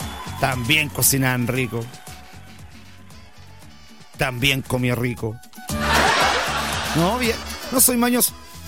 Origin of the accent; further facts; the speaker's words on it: Lota, Biobío, Chile; yo soy nacido, criado y malcriado en Lota. Y estudié en el colegio Niño Jesús.